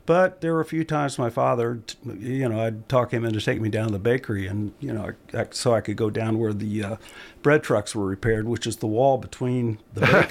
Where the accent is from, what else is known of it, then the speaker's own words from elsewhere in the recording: Boonville, Missouri, United States; now in Columbia, United States; I grew up in Boonville, actually.